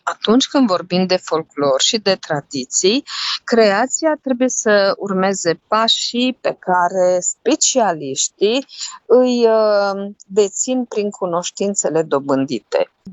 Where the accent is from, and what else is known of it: Romania